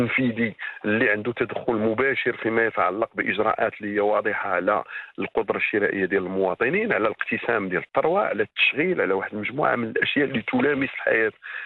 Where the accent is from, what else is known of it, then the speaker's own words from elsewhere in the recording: Morocco; الإشكال الكبير اللي عندنا في المغرب